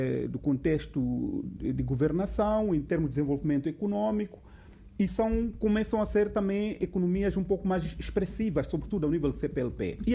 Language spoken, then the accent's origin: Portuguese; Mozambique; nós, como moçambicanos